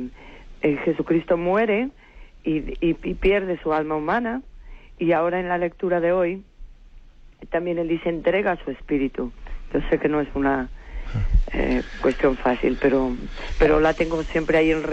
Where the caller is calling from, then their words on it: A Coruña, Galicia, Spain; Buenos días … de Coruña.